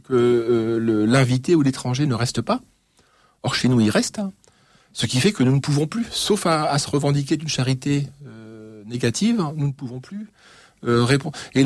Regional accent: Paris, Île-de-France, France; Moi, je suis parisien. Alors, je suis trop jeune, certes. Mais mes parents sont parisiens. Petit bourgeois, mais quand même néanmoins parisien.

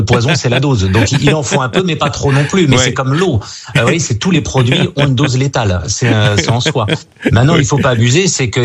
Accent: Brittany, France; born there; Je tiens à dire quand même que moi, je suis né en Bretagne et mon grand-père était charcutier.

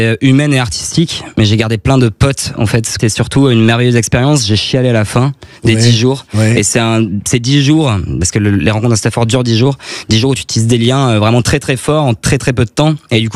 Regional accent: Nouvelle-Aquitaine, France; now in Clermont-Ferrand, France; Je viens de Corrèze du sel, qui est un peu plus au sud-ouest, mais j'habite à Clermont là.

